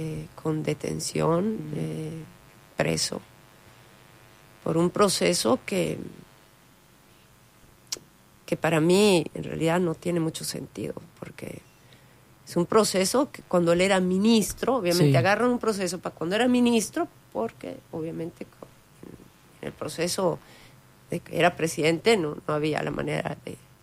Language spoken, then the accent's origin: Spanish; Bolivia